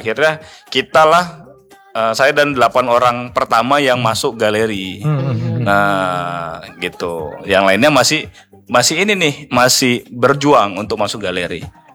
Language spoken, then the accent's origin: Indonesian; Tanjung Balai, North Sumatra, Indonesia; jadi kita memang Melayu Tanjung Balai, di mana kita dulu pernah tinggal di Sungai Dua itu kan.